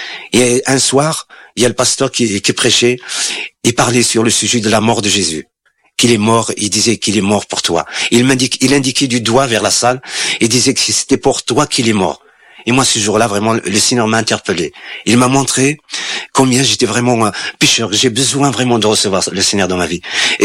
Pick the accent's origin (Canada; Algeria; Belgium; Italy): Algeria; now in France; Quand je suis parti en France d'Algérie, c'est pour fuir un petit peu toutes ces questions de religion.